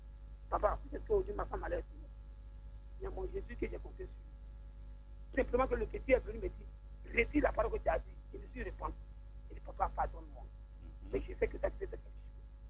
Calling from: Dabou, Lagunes, Côte d’Ivoire; Je vous appelle de Petit Bayen.

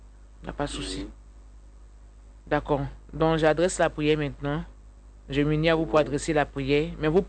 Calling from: Bouaké, Vallée du Bandama, Côte d’Ivoire; de Boaké.

